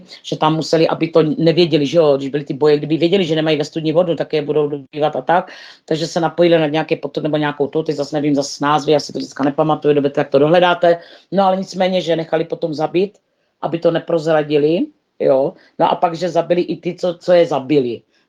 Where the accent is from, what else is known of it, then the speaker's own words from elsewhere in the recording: Moravia, Czechia; My jsme z Moravy.